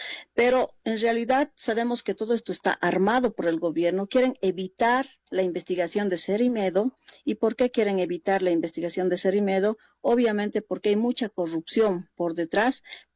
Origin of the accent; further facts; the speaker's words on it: Bolivia; nuestros derechos como bolivianos